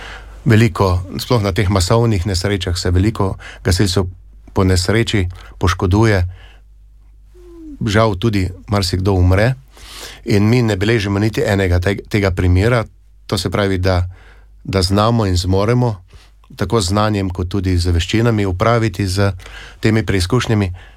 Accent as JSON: {"language": "Slovenian", "region": "Styria", "country": "Slovenia", "said": "Sam prihajam iz Štajerske"}